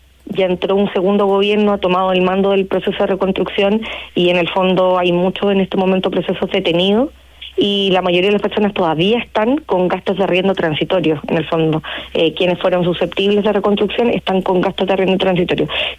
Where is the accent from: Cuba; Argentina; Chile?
Chile; nosotros somos chilenos, tenemos nuestro ADN, ¿cierto?